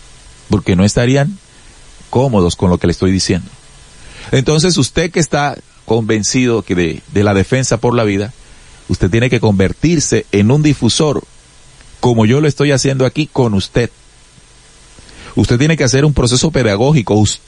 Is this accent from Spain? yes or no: no; Colombia; Más allá de izquierda y derecha, somos colombianos.